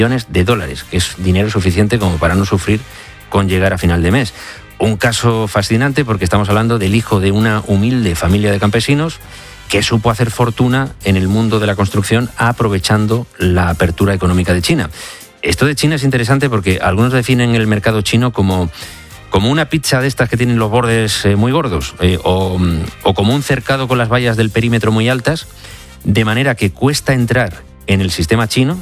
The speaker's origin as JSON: {"language": "Spanish", "region": "Mediterranean coast", "country": "Spain", "tie": "born there", "lives_now": "Madrid, Spain"}